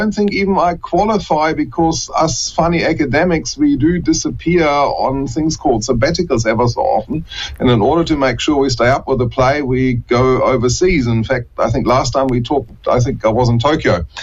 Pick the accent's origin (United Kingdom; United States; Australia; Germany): Germany; first language German; English is a second language; moved away as an adult; now in Auckland, New Zealand; German, very much so, yes. That's my first language, in fact.